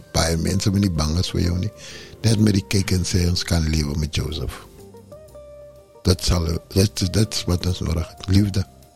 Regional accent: Pretoria, Gauteng, South Africa; born there; Ek weet net, ek was gebore in Pretoria, waar en hoe.

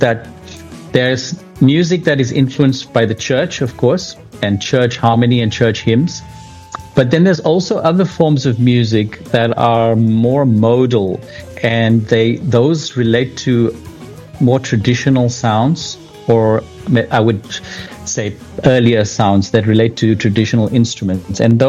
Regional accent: South Africa; I've also been trying to sort of figure out what my role is being South African.

